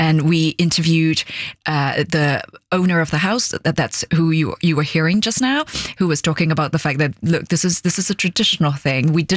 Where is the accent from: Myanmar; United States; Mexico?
Myanmar; Yangon, Yangon Region; And I was born and raised in Yangon, Rangoon, right? And I went through the education system.